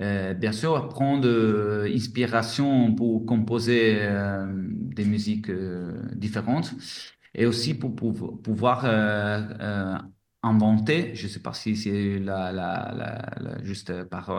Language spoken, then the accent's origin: French; Calabria, Italy; moved away; moi, je suis calabrais, je viens de l'Aspromonte, c'est vraiment Catafodio, c'est un petit village dans le sud d'Italie, dans la pointe de la Botte.